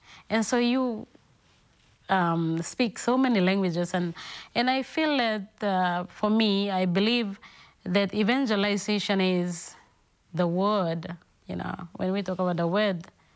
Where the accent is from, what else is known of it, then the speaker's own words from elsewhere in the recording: Milne Bay Province, Papua New Guinea; English is a second language; I come from Milne province, which is near the capital of Papua New Guinea, which is Port Moresby. I speak a totally different language.